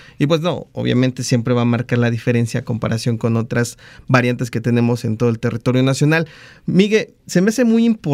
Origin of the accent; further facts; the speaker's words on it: Veracruz, Mexico; born there; yo por nacimiento soy huasteco, de la Huasteca Veracruzana, en el norte del estado